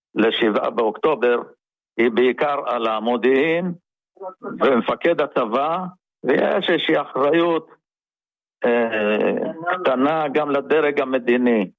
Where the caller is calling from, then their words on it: Hod HaSharon, Central District, Israel; מהוד השרון.